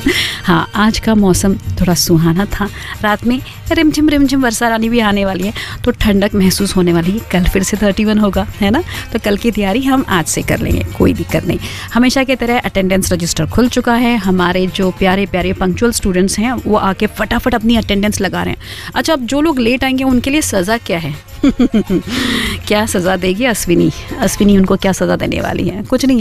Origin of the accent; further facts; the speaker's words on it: Akola, Maharashtra, India; moved away; मैं अकोला से आती हूँ, Akola Maharashtra, it's a small town.